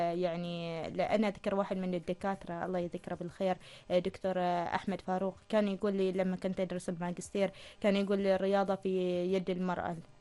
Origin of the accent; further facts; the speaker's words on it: Oman; احنا كحكام عمانيين